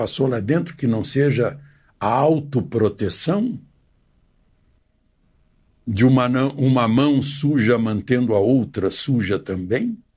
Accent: Rio Grande do Sul, Brazil; moved away

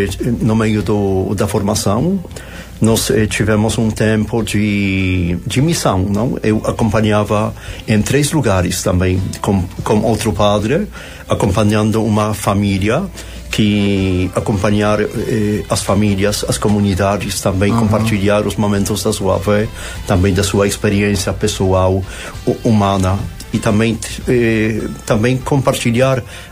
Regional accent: Poland; Portuguese is a second language; moved away as an adult; now in Brazil; eu sou polonês e fui também enviado aqui de uma comunidade.

